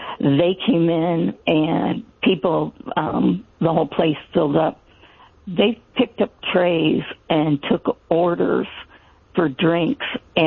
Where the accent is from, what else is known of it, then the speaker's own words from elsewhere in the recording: Iowa, United States; now in Florida, United States; I am from Florida. I was originally from Iowa.